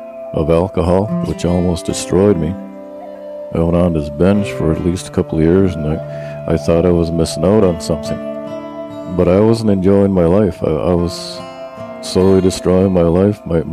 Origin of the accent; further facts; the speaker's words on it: Eel Ground, New Brunswick, Canada; I'm from the community of Eel Ground, and I'm from the Mi'kmaq tribe. Eel Ground is a small community located on the banks of the famous M